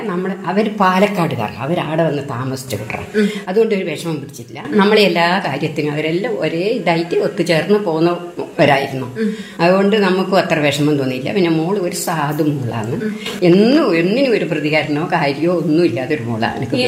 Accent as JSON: {"language": "Malayalam", "town": "Pariyaram", "region": "Kerala", "country": "India", "said": "എന്റെ നാട് പരിയാരത്ത"}